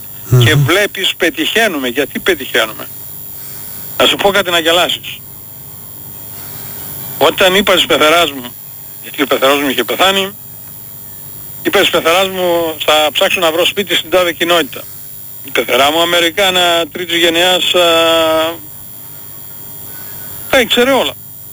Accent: Greece; moved away as an adult; now in New Jersey, United States; εγώ το μεγάλωσα στην Ελλάδα, ήρθε 25 χρονών εδώ, ακούω την Ελλάδα κάθε μέρα

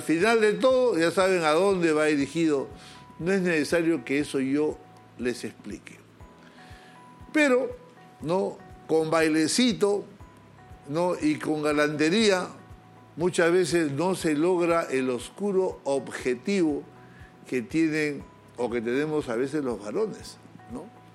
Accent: Peru

